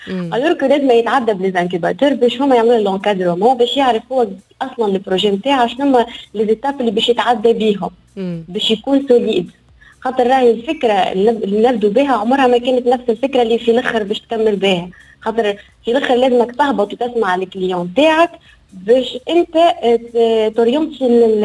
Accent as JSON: {"language": "Arabic", "country": "Tunisia"}